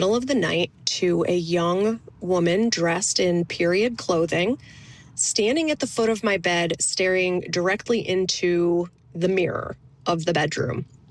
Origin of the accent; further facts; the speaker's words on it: New York, United States; now in Glen Burnie, United States; I grew up in Central New York in a Revolutionary War era city.